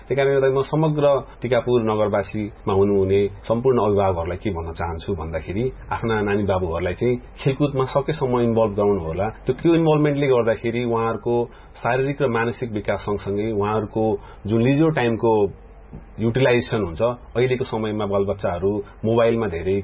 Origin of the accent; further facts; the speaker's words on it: Tikapur, Sudurpashchim Province, Nepal; शुरूआती चरण टीकापुरबाट हाम्रो बाल्यकाल हामीले खेल्ने चरणका कुराहरू सुरु गर्दैछौ।